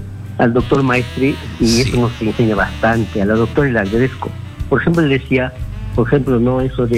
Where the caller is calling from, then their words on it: Yungay, Ancash, Peru; yo llamo de Ancas, Yungay.